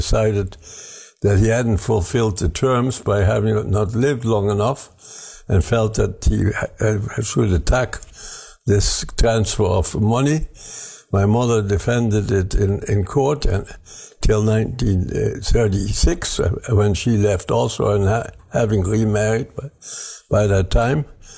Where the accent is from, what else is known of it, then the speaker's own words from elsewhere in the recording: Berlin, Germany; now in Canada; I was born in Germany in 1925. Which makes me 98 at the present time, and into a well-to-do family. And my family had a banking house